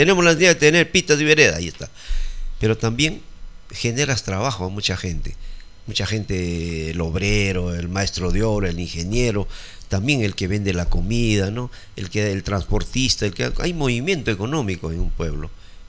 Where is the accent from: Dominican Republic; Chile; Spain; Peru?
Peru; Mazamari, Junín; Mis padres de Santo Domingo Acobamba, yo nací acá en Mazamari, soy netamente mazamarino, crecí, ¿no?